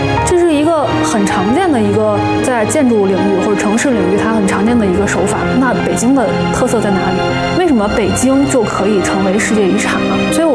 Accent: China; 比如说我们中国人的礼仪制度，然后比如说我们中国人的这种营造技法

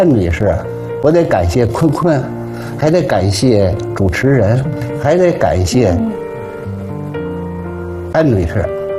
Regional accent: Beijing, China; 必须是北京市户口，我是土生土长的。

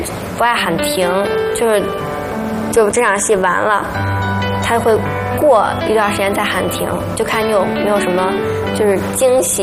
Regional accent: Beijing, China; 我从小在北京土生土长

